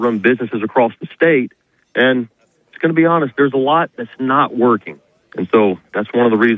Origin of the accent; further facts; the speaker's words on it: Baton Rouge, Louisiana, United States; I'm born and raised in Louisiana. I have been in the Baton Rouge area since I was about 4 or 5 years old. And first and foremost, I'm a Christian.